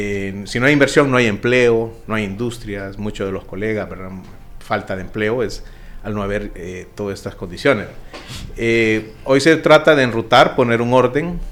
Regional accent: Honduras

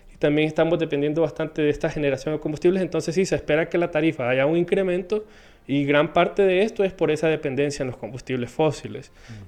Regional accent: Honduras

